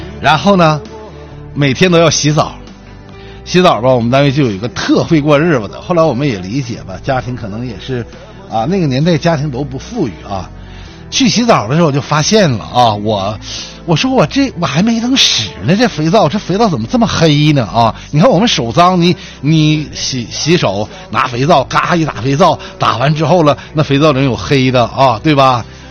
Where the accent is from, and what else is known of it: China